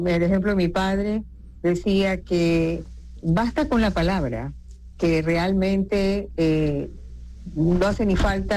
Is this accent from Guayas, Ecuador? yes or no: yes; Guayaquil, Guayas, Ecuador; born there; now in Quito, Ecuador; Yo nací en Guayaquil y vivo en Quito.